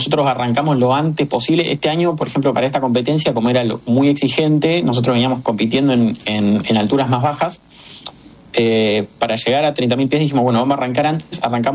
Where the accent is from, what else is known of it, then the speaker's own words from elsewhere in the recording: Argentina; para nosotros como argentinos es un logro